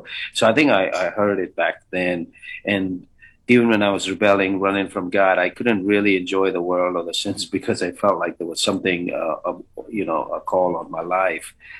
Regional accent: India; moved away; I had looked up to him as another Indian and an Asian

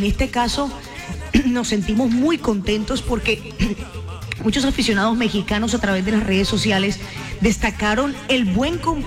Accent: Colombia; qué bueno es saber la responsabilidad que tenemos como colombianos cuando vamos a otro país y tener un buen comportamiento.

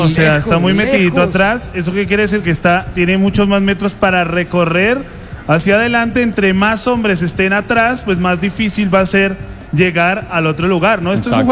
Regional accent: Neiva, Huila, Colombia; ¡Ay, mi tierra!

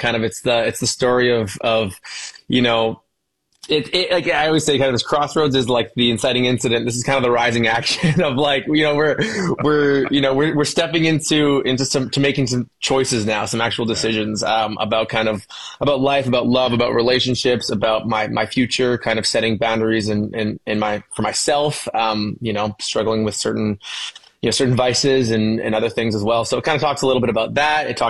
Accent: London, Ontario, Canada; be a guitar player for this artist who was an R&B singer from my hometown, which is London, Ontario.

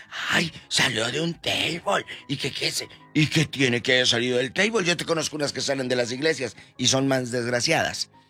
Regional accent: Matamoros, Tamaulipas, Mexico; now in California, United States; Hola, yo soy de Matamoros, Tamaulipas, y no he encontrado a nadie de los años que llevo acá de Tamaulipas.

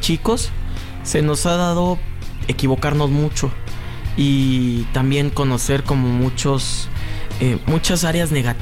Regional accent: Mexico; nosotros como mexicanos cantemos música en español

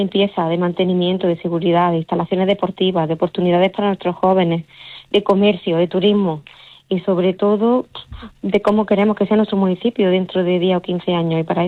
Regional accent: Salobreña, Andalusia, Spain

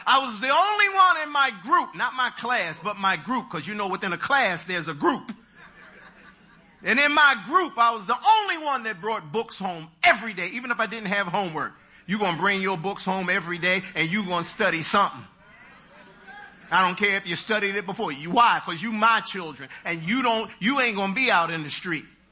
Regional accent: United States; born there; You all know that I'm a Jamaican. Of Jamaican DNA, but American born.

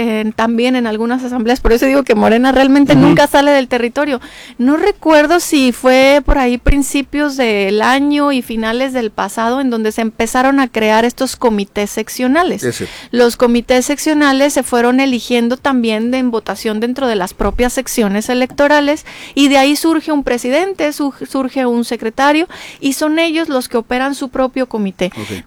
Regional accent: Mexico; tengo una gran pasión de defender lo que nos mueve para bien como mexicanos.

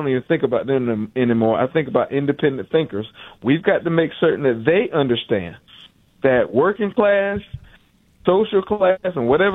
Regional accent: South Carolina, United States; and then in my home state of South Carolina.

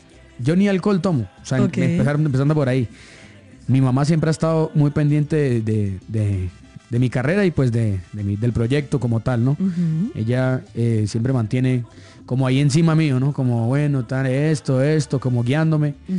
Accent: Cúcuta, Norte de Santander, Colombia

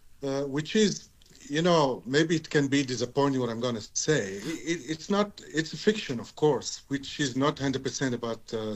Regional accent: Tunisia; So, as a Tunisian doctor, because I come from Tunisia and North Africa

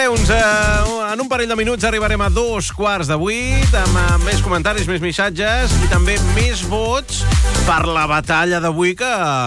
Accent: Catalonia, Spain; Traiem pit, que som catalans, home.

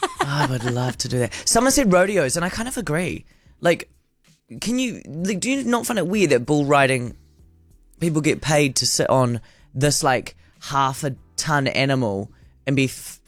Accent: Pukekohe, Auckland, New Zealand; I'm from Pukekohe. We're a bit bogan out those ways

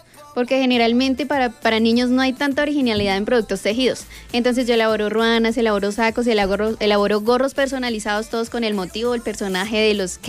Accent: Nobsa, Boyacá, Colombia; Bueno, yo vengo desde Nopsa, Boyacá.

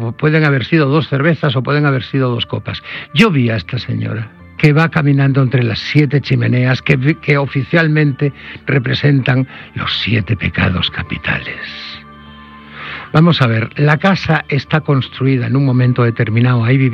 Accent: Asturias, Spain; yo soy asturiano.

